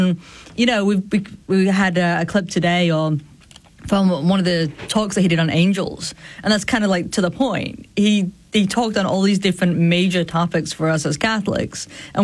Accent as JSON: {"language": "English", "town": "Sheffield", "region": "Yorkshire and the Humber", "country": "United Kingdom", "tie": "born or raised there", "moved": "yes", "lives_now": "North Carolina, United States", "said": "Sheffield in Northern England."}